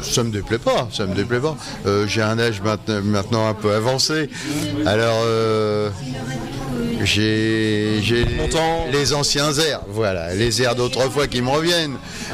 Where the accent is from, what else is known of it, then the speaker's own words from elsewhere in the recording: Rouen, Normandy, France; born there; Je suis Rouennais de naissance. Mont-Saint-Aignan.